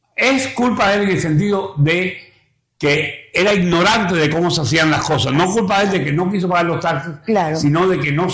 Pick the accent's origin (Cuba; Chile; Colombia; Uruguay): Cuba; now in New York, United States; para aquellos ustedes que no lo saben, yo soy cubano